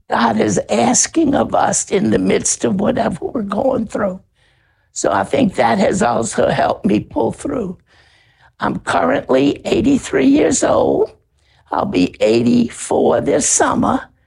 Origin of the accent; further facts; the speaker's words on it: New Orleans, Louisiana, United States; moved away as an adult; also born or lived in Alaska; I grew up in New Orleans.